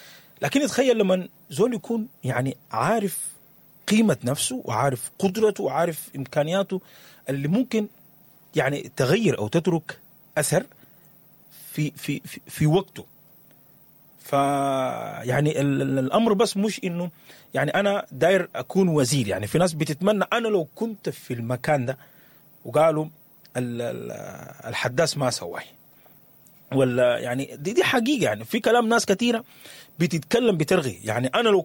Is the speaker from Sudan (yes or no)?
yes; Sudan; عندنا كسودانيين،